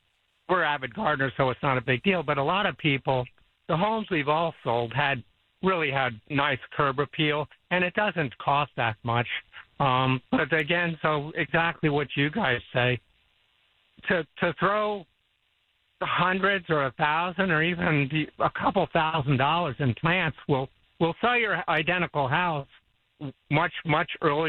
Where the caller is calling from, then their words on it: Harper, Texas, United States; Calling from up in Harper.